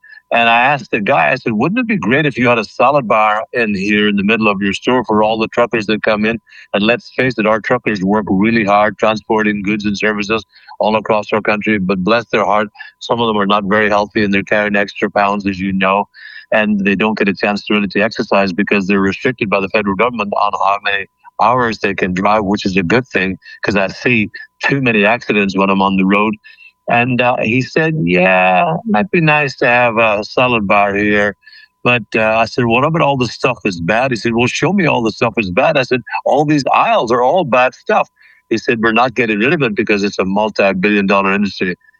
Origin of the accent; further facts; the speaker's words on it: Ireland; now in United States; I'm an Irish citizen, as you know, though I'm living in the United States and have been so for 20 plus years.